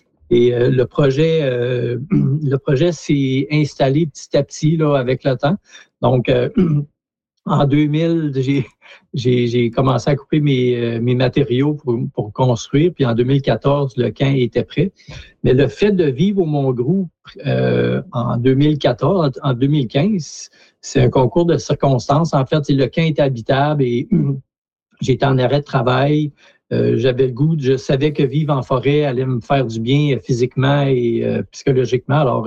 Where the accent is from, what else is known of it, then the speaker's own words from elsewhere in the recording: Gagnon, Quebec, Canada; Moi, je suis originaire de Gagnon à la base, là, une ville minière là, qui était un peu au sud de Fermont.